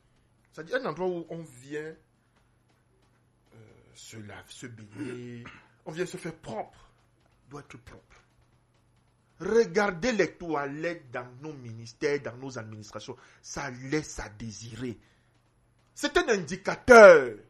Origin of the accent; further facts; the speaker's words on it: Douala, Littoral, Cameroon; moved away as an adult; now in Yaoundé, Cameroon; moi, je suis un natif de Douala. C'est avec beaucoup de peine, d'amertume que je regarde les images de Douala à distance. Je vais vous faire une confidence, Bill. J'ai fui la ville de Douala en 2011